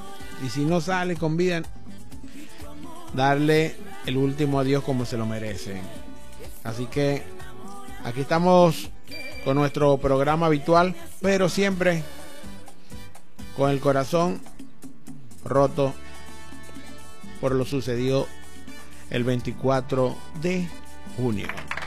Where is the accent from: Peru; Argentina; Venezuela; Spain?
Venezuela